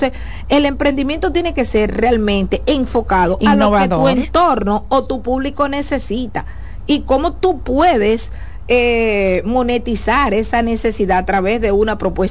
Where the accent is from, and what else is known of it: Dominican Republic